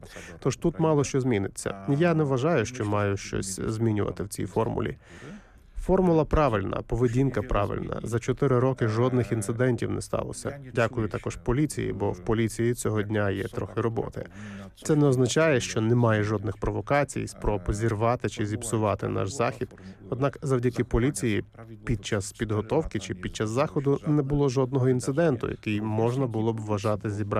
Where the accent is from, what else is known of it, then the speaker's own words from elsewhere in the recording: Poland; Ukrainian is a second language; Це так, якби хтось мені чи комусь із моєї родини заборонив пишатися тим, що я поляк.